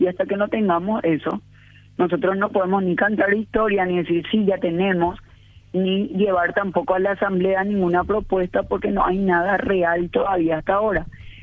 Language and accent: Spanish; Paraguay; tenemos como paraguayos una memoria muy corta